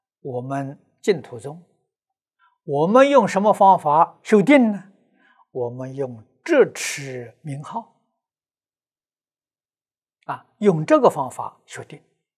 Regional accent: China; 一定是成圆满的大智慧，我们中国人是这样翻法，这样说法。

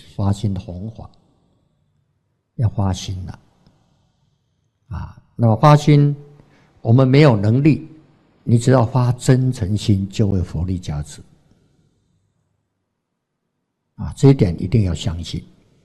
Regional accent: Taiwan; accent: Taiwanese; 那个老板娘听到我们是台湾口音的啊，讲台语的就特别亲切呀

